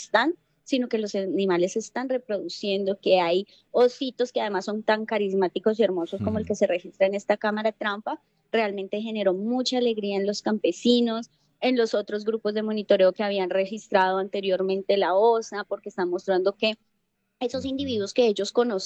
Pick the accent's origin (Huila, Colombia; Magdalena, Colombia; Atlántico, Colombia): Huila, Colombia; muy orgullosos como huilenses y como como colombianos